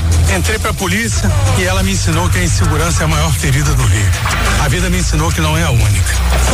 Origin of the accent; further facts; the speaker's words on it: São Gonçalo, Rio de Janeiro, Brazil; sou de São Gonçalo, eu moro em São Gonçalo.